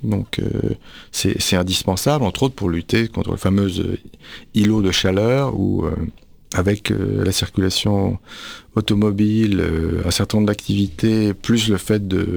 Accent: France

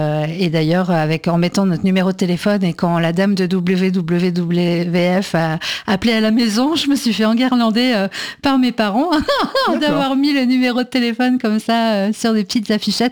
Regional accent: Poissy, Île-de-France, France; born there; je suis née dans les Yvelines, à Poissy, donc en région parisienne, et dans une famille avec un papa cheminot et une maman qui travaillait à la sécurité sociale, une sœur

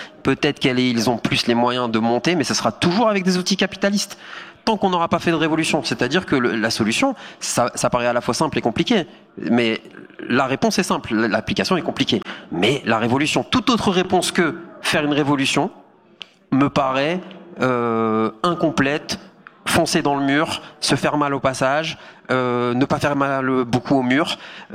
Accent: Hauts-de-France, France; Moi, je viens du Nord, de la France.

